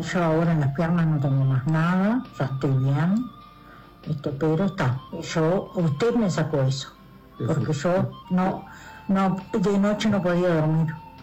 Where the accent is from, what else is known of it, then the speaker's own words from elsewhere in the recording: Salto, Uruguay; Sí, de acá de Salto, soy de acá de Salto, sí.